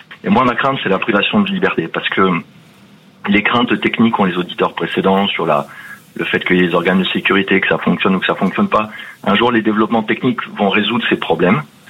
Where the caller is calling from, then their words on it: Toulouse, Occitanie, France; Je vous appelle de Toulouse.